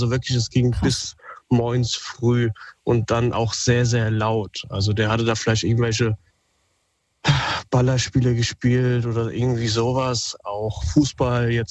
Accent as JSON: {"language": "German", "town": "Wiesbaden", "region": "Hesse", "country": "Germany", "said": "Zweite Geschichte natürlich, ich komme aus Wiesbaden."}